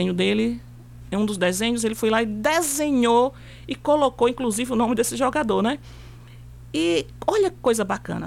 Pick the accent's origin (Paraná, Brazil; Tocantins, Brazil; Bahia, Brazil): Bahia, Brazil; Tapiramutá; Eu sou brasileiro, eu sou tapiramutense. Então eu faço parte.